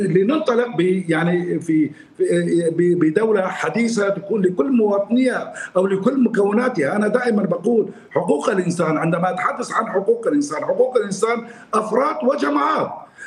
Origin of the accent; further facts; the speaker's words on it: Syria; وانا سوري